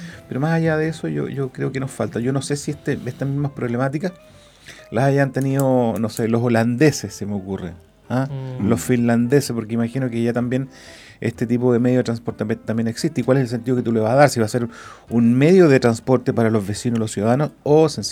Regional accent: Chile

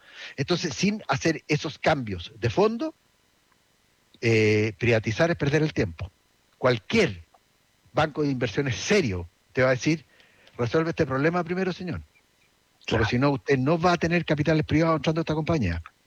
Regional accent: Chile; Pérdida a los inversionistas pasivos, que somos el Estado, que somos todos los chilenos

